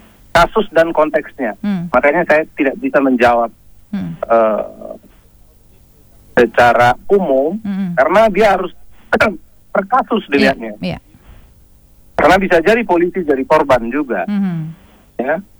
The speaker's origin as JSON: {"language": "Indonesian", "region": "North Sumatra", "country": "Indonesia", "said": "Kebetulan saya orang Sumatera Utara, ya."}